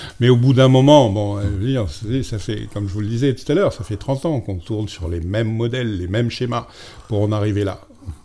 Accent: New Caledonia; quand on est calédonien de cœur, quand on a cette relation, je veux dire, viscérale avec son pays

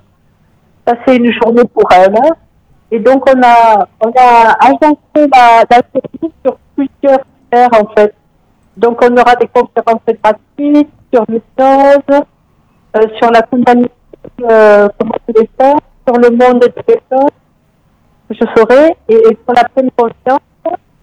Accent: Avignon, Provence-Alpes-Côte d'Azur, France; moved away; je suis de la France.

